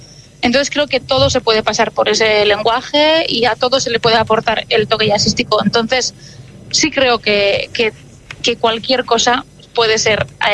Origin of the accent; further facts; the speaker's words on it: Durango, Basque Country, Spain; first language Basque; Spanish is a second language; hemos tocado en Durango, en mi pueblo